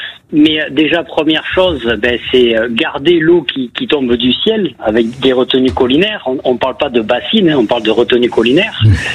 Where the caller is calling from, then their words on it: Assas, Occitanie, France; Assas, à côté de Montpellier.